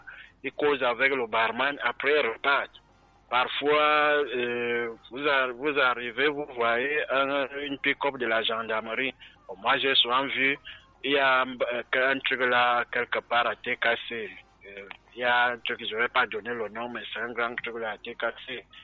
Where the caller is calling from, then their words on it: Centre, Cameroon; Je suis en Kozoa.